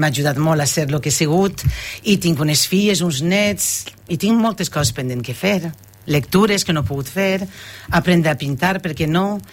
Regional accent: L'Alqueria de la Comtessa, Valencian Community, Spain; he vist créixer esta ciutat d'una manera tan bonica que, aunque soc de l'Alqueria de la Condesa, pues me sent part de Gandia.

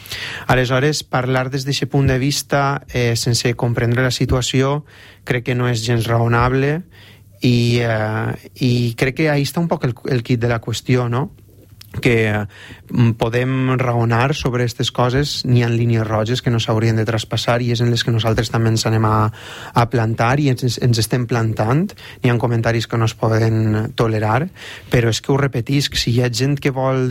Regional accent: Potries, Valencian Community, Spain; del poble de Potries i la meva responsabilitat és no baixar la cara, perquè hi ha moltes persones al meu poble que no pensen com aquestes persones que estan comentant.

